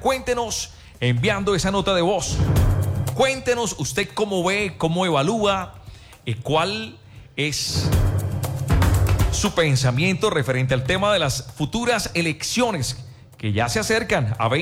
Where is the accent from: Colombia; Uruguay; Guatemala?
Colombia; Yo no quiero que nadie se vaya de mi tierra.